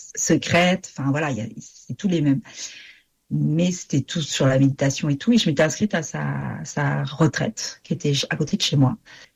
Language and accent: French; Pays de la Loire, France; Ulrich, c'est le pasteur de l'église que l'on a chez nous en Vendée.